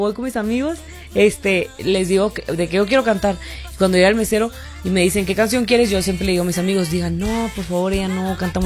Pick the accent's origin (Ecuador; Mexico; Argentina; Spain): Mexico; Tampico, Tamaulipas; Y como yo soy de Tampico, Tamaulipas, pues yo sí crecí mucho escuchando el norteño.